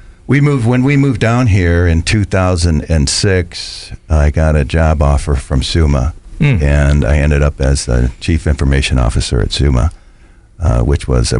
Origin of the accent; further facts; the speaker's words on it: Chesterland, Ohio, United States; moved away as an adult; also born or lived in Wickliffe, Ohio; now in Cuyahoga Falls, United States; I was from Chesterland, Ohio